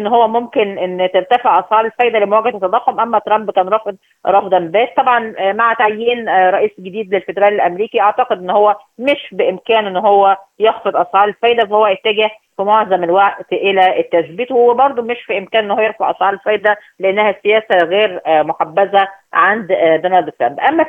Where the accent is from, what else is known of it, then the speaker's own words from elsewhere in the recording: Egypt; عندنا في مصر